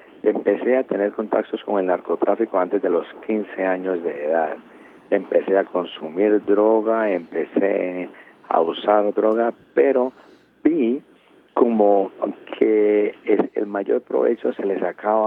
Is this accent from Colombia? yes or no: yes; Buenaventura, Valle del Cauca, Colombia; born there; now in Cali, Colombia; Yo nací en Buenaventura, que queda a 2 horas de Cali. Eso es un puerto, el primer puerto marítimo de Colombia sobre el Pacífico.